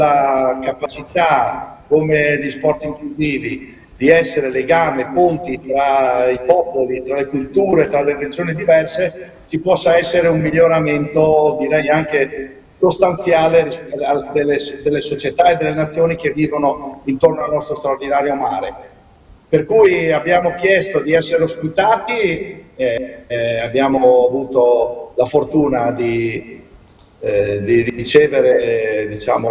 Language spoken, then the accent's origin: Italian; Udine, Friuli-Venezia Giulia, Italy; accent: Friulian; ho sempre vissuto a Udine